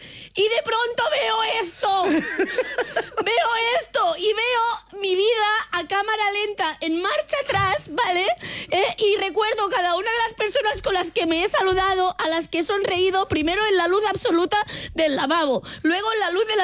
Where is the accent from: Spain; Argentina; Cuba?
Spain; Catalonia; porque ya sabemos que soy catalana.